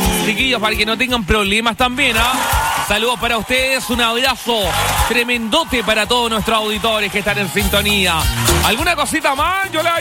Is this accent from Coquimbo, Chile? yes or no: no; Valdivia, Los Ríos, Chile; porque en Valdivia, supongamos, yo soy de Valdivia y de repente estoy trabajando en locomoción colectiva los fines de semana, cuando me vengo a Valdivia